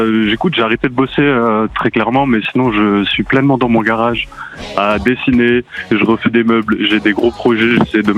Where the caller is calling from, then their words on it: Crozet, Auvergne-Rhône-Alpes, France; je suis de l'Ain, dans le 01.